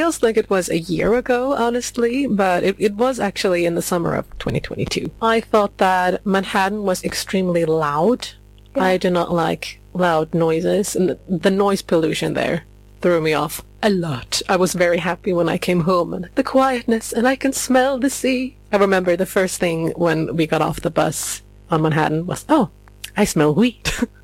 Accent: Gothenburg, Västra Götaland, Sweden; English is a second language; I mean, I grew up just outside of Gothenburg. Basically in Gothenburg, we're just on the outside.

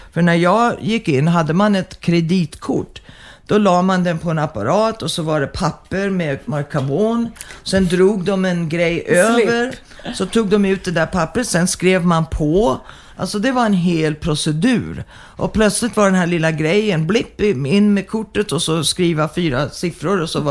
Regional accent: Sweden; moved away; also born or lived in United States; att vara hemma i Sverige

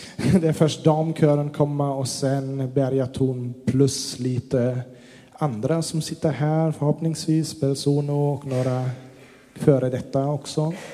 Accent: Germany; Swedish is a second language; now in Sweden

